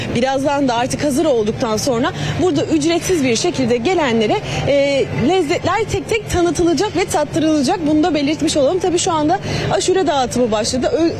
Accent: Gaziantep, Turkey; Hemen arkamda Gaziantep'liyim ben. Memleketim de burada.

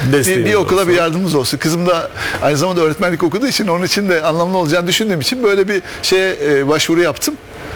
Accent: Adapazarı, Sakarya, Turkey; born there; Emekli bankacıyım. 56 yaşındayım. 1970 Adapazarı doğumluyum.

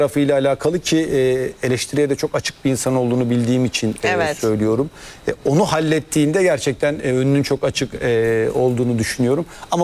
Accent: Istanbul, Turkey; ben de Gazi Osman Paşa'da doğdum büyüdüm.

